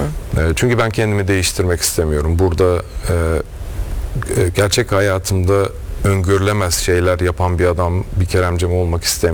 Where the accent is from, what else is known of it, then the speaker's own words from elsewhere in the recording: Milas, Muğla, Turkey; born there; now in Bodrum, Turkey; ben Milaslıyım gerçi, Milas doğumluyum